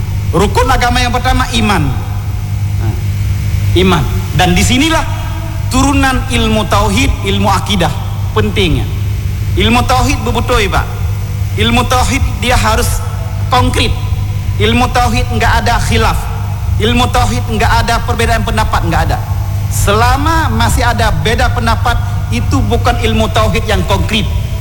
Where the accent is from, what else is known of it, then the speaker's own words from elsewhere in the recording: Aceh, Indonesia; lebih-lebih kita orang Aceh harus mempelajari.